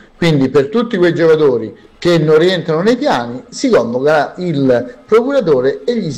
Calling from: Rome, Lazio, Italy

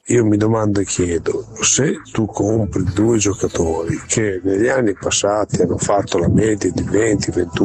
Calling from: Imola, Emilia-Romagna, Italy; da Imola.

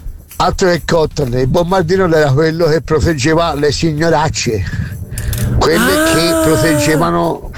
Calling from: Florence, Tuscany, Italy; Io ho 55 anni e sono di San Frediano

